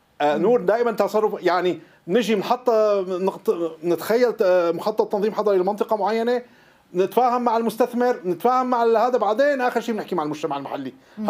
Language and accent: Arabic; Damascus, Damascus Governorate, Syria; أنا كوني من دمشق